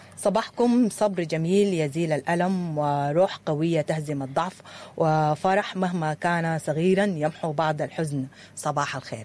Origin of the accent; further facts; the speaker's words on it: Sudan; إحنا كسودانيين